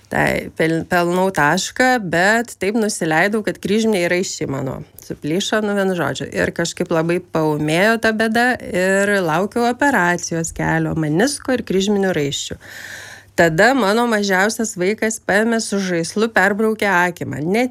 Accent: Vilnius, Vilnius County, Lithuania; Tikrai aš užaugau Aklųjų rajone Vilniuje

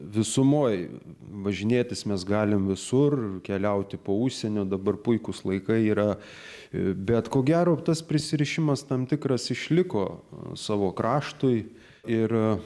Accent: Telšiai, Telšiai County, Lithuania; born there; now in Kaunas, Lithuania; Tai čia, taip pajokaujant, gimiau Telšiuose, truputį sakau, baigsiu čia studijas fakultete ir taip ir pasilikau.

